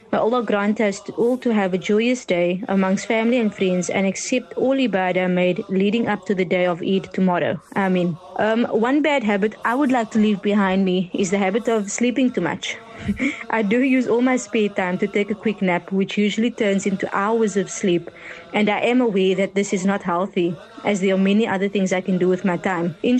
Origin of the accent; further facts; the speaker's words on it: Cape Town, Western Cape, South Africa; from Tafelsig Michels Plain, a former student of Madrasa Dar es Salaam.